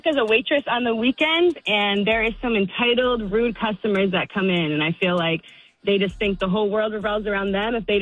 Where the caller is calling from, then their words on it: Costa Mesa, California, United States; I'm calling from Costa Mesa.